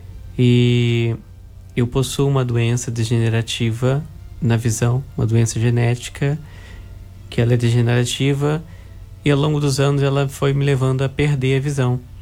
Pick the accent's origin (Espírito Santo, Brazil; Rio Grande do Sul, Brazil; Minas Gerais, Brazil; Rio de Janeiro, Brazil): Rio de Janeiro, Brazil; Macaé; moved away as an adult; also born or lived in Paraná / São Paulo; now in Rio de Janeiro, Brazil; Sou natural da cidade de Macaé, aqui mesmo no Rio de Janeiro. Mas em todo esse período de formação eu passei por vários momentos, por vários lugares. Eu morei no interior do Paraná